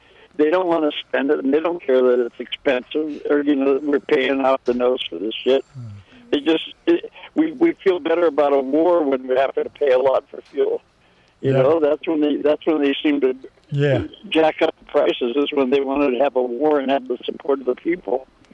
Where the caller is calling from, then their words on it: Fort Bragg, California, United States; I'm calling from Noyo Harbor.